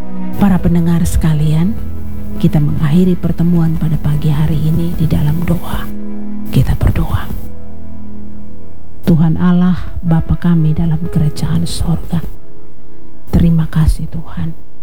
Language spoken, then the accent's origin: Indonesian; Alor, East Nusa Tenggara, Indonesia; untuk kami orang Alor